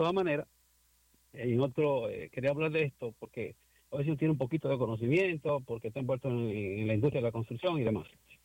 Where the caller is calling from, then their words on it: Dominican Republic; nosotros también como dominicanos